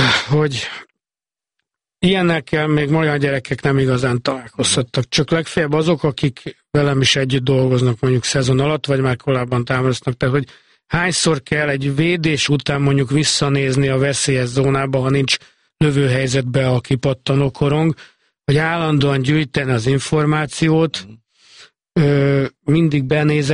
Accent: Hungary; Magyarországról jöttem, mert ugyanaz a melegítő van rajtam, ami rajtuk. Legfeljebb az akcentusomon érződik, hogy nekem nem tanult nyelvem.

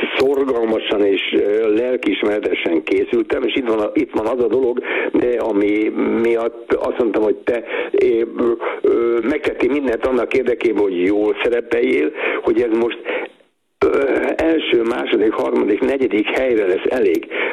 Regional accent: Hungary; mi magyarok vagyunk, Magyarországra jöttünk

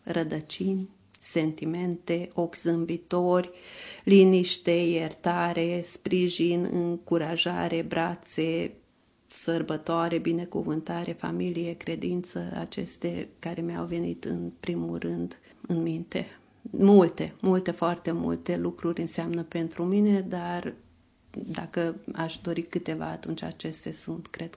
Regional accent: Méhkerék, Békés, Hungary; now in Gyula, Hungary; eu mă trag din Michereche

